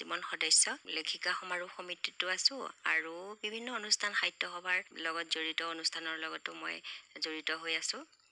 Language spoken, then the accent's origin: Assamese; Khutikatia, Assam, India; মোৰ ঘৰ খুটিকটীয়াত।